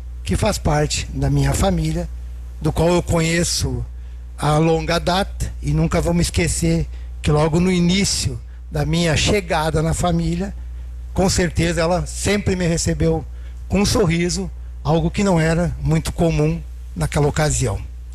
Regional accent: Rio Grande do Sul, Brazil; eu me criei, o pessoal acha que eu não sou do meio rural, mas eu me criei no Campo Novo.

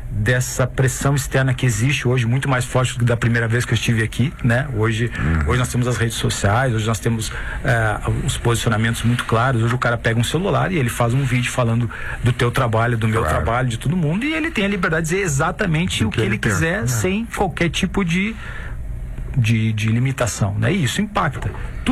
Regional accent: Rio Grande do Sul, Brazil; moved away as an adult; also born or lived in São Paulo; now in Porto Alegre, Brazil; porque eu sou gaúcho com muito orgulho, né? Embora tenha vivido numa cidade cosmopolita durante 6 anos

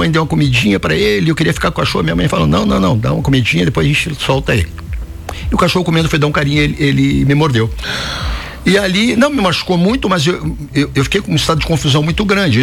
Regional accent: Porto Alegre, Rio Grande do Sul, Brazil; now in Alfredo Wagner, Brazil; Bom, eu sou um garoto de cidade, né? Eu sou de Porto Alegre, né? Agora dotado por Santa Catarina, eu sou catarinense agora. Muitos anos aqui já, né?

